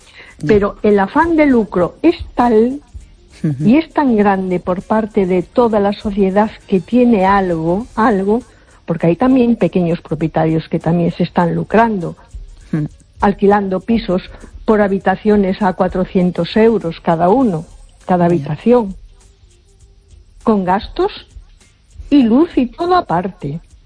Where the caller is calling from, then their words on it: A Coruña, Galicia, Spain; Hola, buenas noches. … de Coruña.